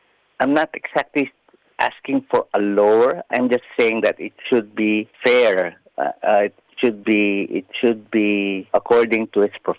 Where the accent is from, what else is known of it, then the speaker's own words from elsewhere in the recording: Philippines; English is a second language; now in New Zealand; Philippines is also English really widely spoken. It's our second language.